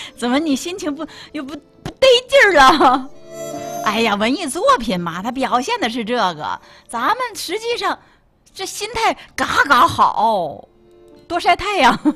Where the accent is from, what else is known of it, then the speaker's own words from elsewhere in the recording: Hebei, China; moved away; 我回老家了嘛，说你们老家有什么好听的？我老家河北梆子